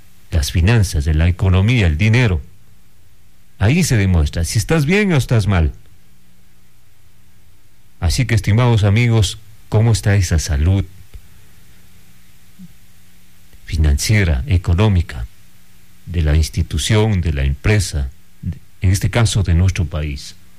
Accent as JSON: {"language": "Spanish", "country": "Ecuador", "said": "Obviamente que nosotros como ecuatorianos también tenemos que poner nuestra parte como ciudadanos"}